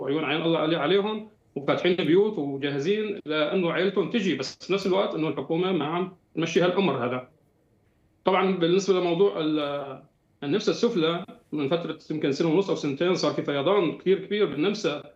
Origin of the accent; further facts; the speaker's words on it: Syria; now in Austria; يعني نحن كسوريين هم موجودين مندمجين بالعمل بشكل يعني كامل في كل القطاعات